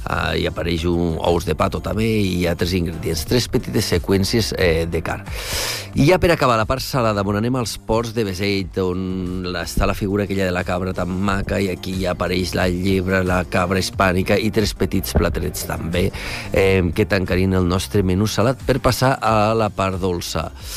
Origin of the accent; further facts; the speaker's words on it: L'Aldea, Catalonia, Spain; born there; perquè jo sóc nascut a l'Aldea